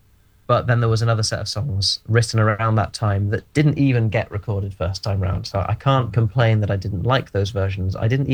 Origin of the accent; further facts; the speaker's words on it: Scotland, United Kingdom; I grew up in Scotland, so I've got quite a connection to that sort of music